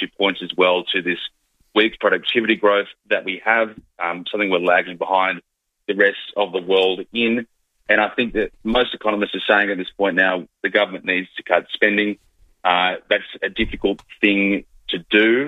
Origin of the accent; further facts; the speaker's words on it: Sydney, New South Wales, Australia; I grew up in Sydney, and when you go on a road trip in Sydney